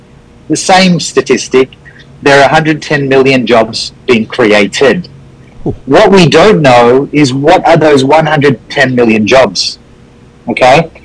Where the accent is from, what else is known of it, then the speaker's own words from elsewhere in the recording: Australia; I am Filipino, for those who don't know me. Unfortunately, I grew up in Australia. I had no Filipino friends.